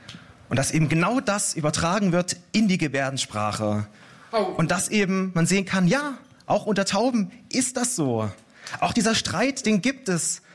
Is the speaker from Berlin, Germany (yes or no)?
yes; Berlin, Germany; accent: Berlin; Und ich selbst habe auch den Berliner Dialekt, bin waschechter Berliner und kann eben auch auf Berlinerisch gebärden.